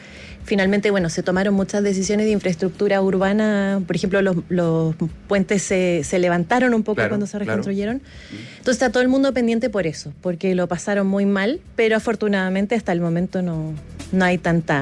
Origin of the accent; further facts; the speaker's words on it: Santiago, Santiago Metropolitan Region, Chile; moved away as an adult; now in Punta Arenas, Chile; Sí, yo soy santiaguina.